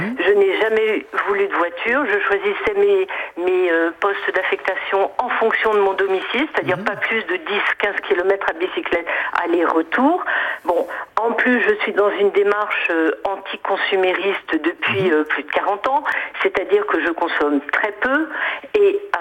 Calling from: La Rochelle, Nouvelle-Aquitaine, France; J'appelle de La Rochelle.

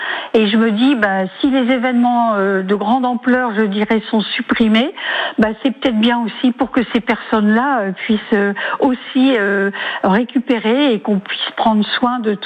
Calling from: Valenciennes, Hauts-de-France, France; Sur Valenciennes.

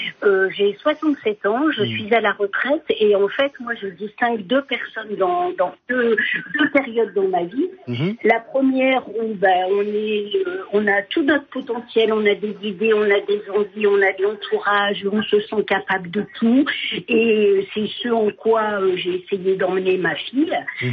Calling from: Fresnes, Île-de-France, France; j'appelle de Fresnes.

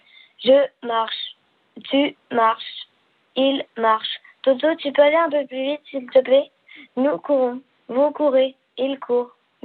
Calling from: Nouméa, New Caledonia; j'ai 11 ans, j'habite à Nouméa, en Nouvelle-Calédonie.

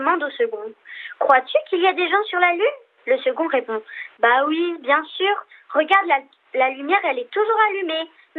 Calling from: Spain; j'ai 10 ans, je suis franco-indienne et j'habite en Espagne.

